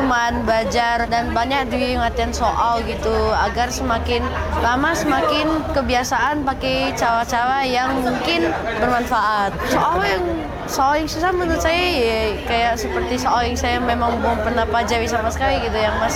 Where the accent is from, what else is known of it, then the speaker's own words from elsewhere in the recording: Riau, Indonesia; kelas 6 di SD Witama Nasional Persikan di Pekanbaru. Saya dari Riau.